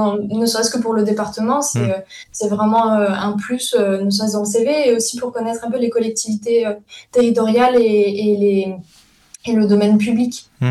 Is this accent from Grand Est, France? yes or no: yes; Grand Est, France; moved away; Je suis originaire de la Lorraine au départ